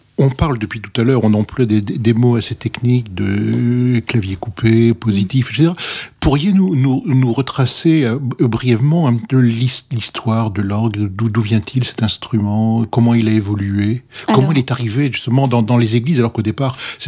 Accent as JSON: {"language": "French", "town": "Lille", "region": "Hauts-de-France", "country": "France", "moved": "yes", "said": "je suis lillois."}